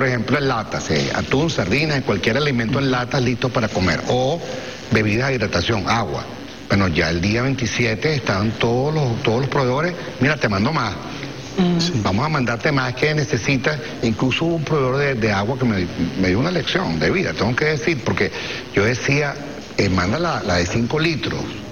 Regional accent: Venezuela; cómo somos los venezolanos.

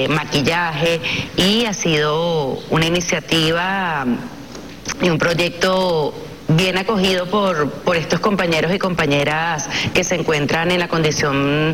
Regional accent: Venezuela; somos venezolanos

